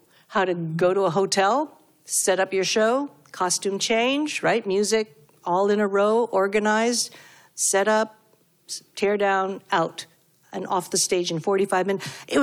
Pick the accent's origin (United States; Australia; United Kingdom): United States; Hawaii; I think I got a break because I was from Hawaii, frankly.